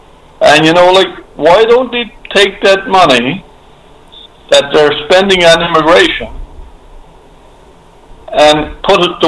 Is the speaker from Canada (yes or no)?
yes; Canada; the Canada that I'm a senior, the Canada that I grew up